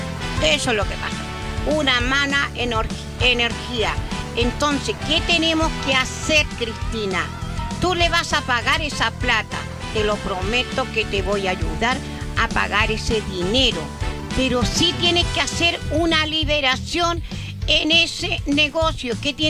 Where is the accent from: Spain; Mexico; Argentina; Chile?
Chile; yo les recuerdo que como buenos chilenos siempre estamos en la ciudad de Cauquenes